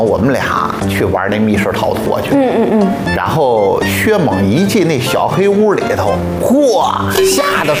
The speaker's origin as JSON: {"language": "Chinese", "town": "Xuzhou", "region": "Jiangsu", "country": "China", "said": "大家好，我是来自徐州的"}